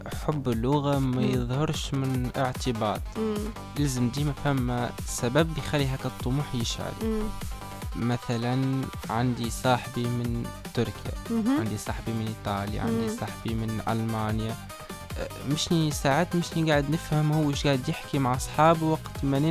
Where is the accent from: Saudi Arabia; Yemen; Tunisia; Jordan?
Tunisia; first language Arabic; خاصه بما اننا نعيش في تونس وبما اننا في بلد عربي ومستحيل معناها تتبدل لغتنا الام